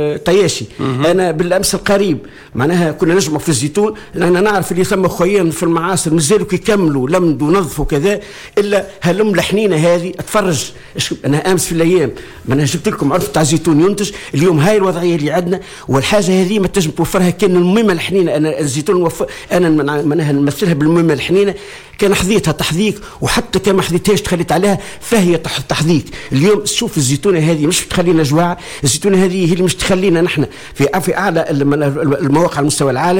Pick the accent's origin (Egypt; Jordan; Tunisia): Tunisia; عندنا في تونس